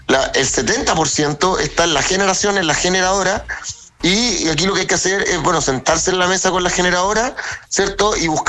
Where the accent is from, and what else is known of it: Chile